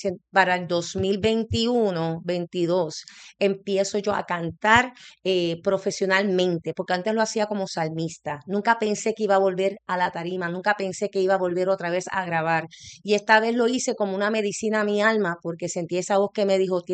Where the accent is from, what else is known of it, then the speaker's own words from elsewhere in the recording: Puerto Rico; moved away; also born or lived in Arizona; Y agradecida a Dios de estar en mi país hermoso después de 20 años en la diáspora en Arizona. Y ahorita pues estoy en Puerto Rico hace 2 años y ayudando a nuestro país.